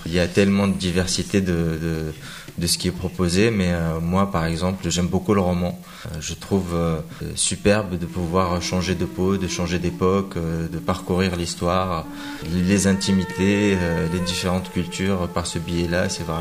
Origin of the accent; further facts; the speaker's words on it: Tunisia; French is a second language; J'ai grandi en Tunisie dans les années 80